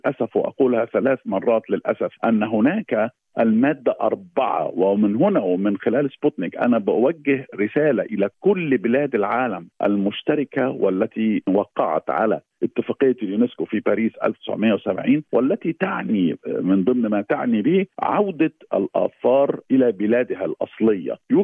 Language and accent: Arabic; Egypt; أنا كمصري محب لحضارتي